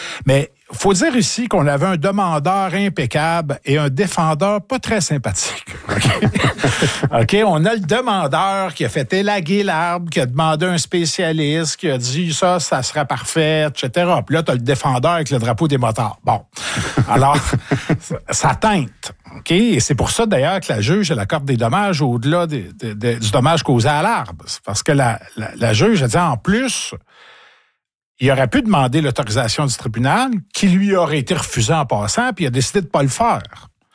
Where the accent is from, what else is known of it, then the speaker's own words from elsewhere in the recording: Nicolet, Quebec, Canada; C'est que moi, je viens de Nicolette, OK? Bon, alors moi, mon grand-père était avocat à Nicolette à l'époque.